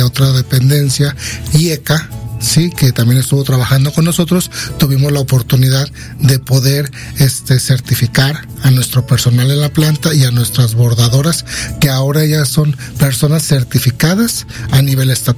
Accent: San Francisco del Rincón, Guanajuato, Mexico; yo vengo del municipio de San Francisco del Rincón, Guanajuato, donde orgullosamente somos la cuna nacional del sombrero

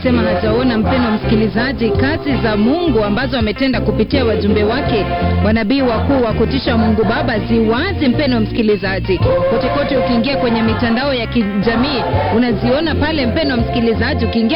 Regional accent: Kenya; nami natubu sana kama Mkenya mbele za Bwana.

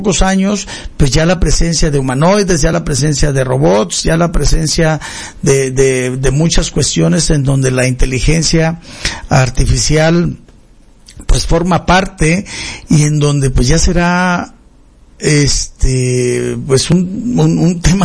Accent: Mexico

